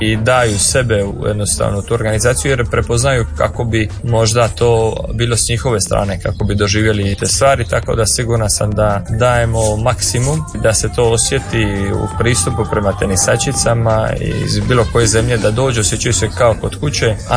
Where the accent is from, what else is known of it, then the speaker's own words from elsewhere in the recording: Dalmatia, Croatia; da se rekuperam, što se kaže kod nas u Dalmaciji